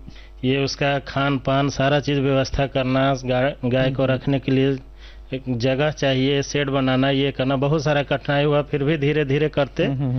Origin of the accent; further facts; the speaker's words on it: Gumla, Jharkhand, India; now in Ranchi, India; गुमला के रहने वाले हैं, रांची सिमलिया में भी घर है